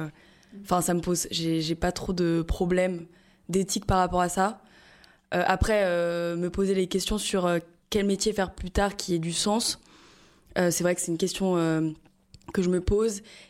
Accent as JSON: {"language": "French", "town": "Paris", "region": "Île-de-France", "country": "France", "said": "moi, je suis parisienne"}